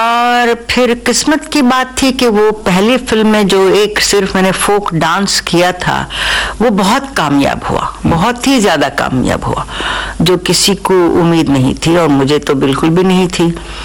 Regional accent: Tamil Nadu, India; also born or lived in Vijayawada; मेरे ख्याल से कुछ घंटे डेढ़ घंटे का सफर है चेन्नई से वहाँ, मतलब मैं तमिलियन हूँ समझिए।

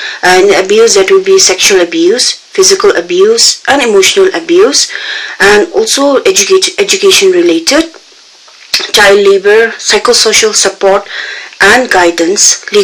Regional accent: Nagaland, India; we are from Nagaland itself, from our own community.

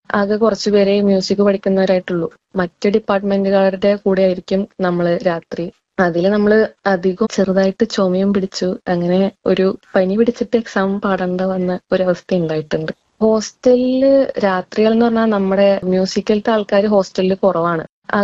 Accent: Thrissur, Kerala, India; ഞാൻ കണ്ണൂർ സർവകലാശാലയുടെ സ്വാമി Anandatheertha ക്യാമ്പസിലെ MA music 1st വർഷ വിദ്യാർത്ഥിനിയാണ്. എന്റെ സ്വന്തം നാട് തൃശ്ശൂരാണ്.

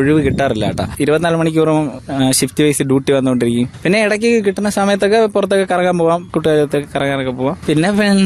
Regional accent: Neyyattinkara, Kerala, India; Nadu Neyyattinkara.

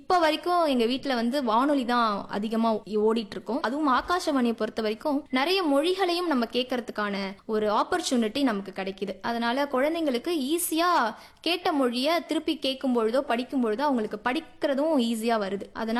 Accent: Puducherry, India; born there; என்னோட புதுச்சேரியில பிறந்ததுனால நம்மளுக்கு ஒரு அட்வான்டேஜ்

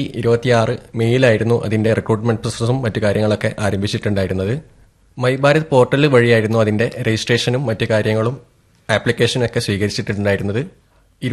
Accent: Kozhikode, Kerala, India; ഞാൻ കോഴിക്കോട് തടമ്പാട്ടുതാഴം സ്വദേശിയാണ്.

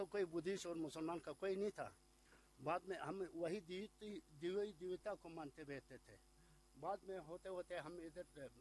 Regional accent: Aryan Valley, Ladakh, India; हमारे गांव में, तीनों गांव में।

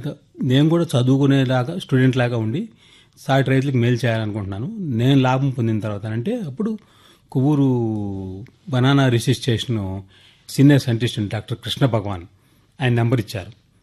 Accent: Nutakki, Andhra Pradesh, India; 2001 తిరిగి వచ్చి నా సొంత గ్రామానికి వచ్చి నాకు 12 ఎకరాల వ్యవసాయం ఉంది.

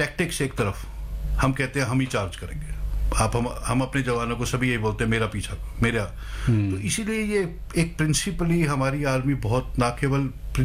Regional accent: Rohtak, Haryana, India; मैं रोहतक का रहने वाला हूँ

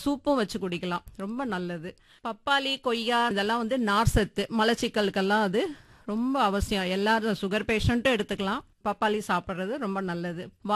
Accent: Thiruvanaikaval, Tamil Nadu, India; born there; நம்ம திருவானைக்காவல் தான்.

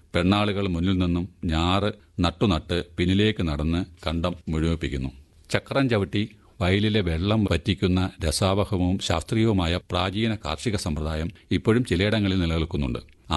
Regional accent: Vallikkavu, Kerala, India; ഞാൻ ജനിച്ച ആ ഗ്രാമത്തെ ഇന്നും ഞാൻ പിന്തുടരുന്നു ദിനംപ്രതി.

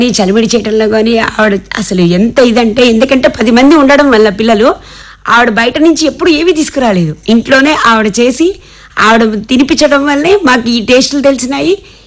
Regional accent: Vijayawada, Andhra Pradesh, India; మా అమ్మగారిది కూడా విజయవాడేనండి, ఏలూరు రోడ్లో ఉండేవాళ్ళు అమ్మ వాళ్ళు.

